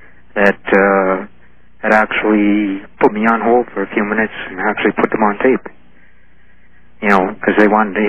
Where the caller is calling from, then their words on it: Edmonton, Alberta, Canada; I'm from Edmonton, Alberta, Canada.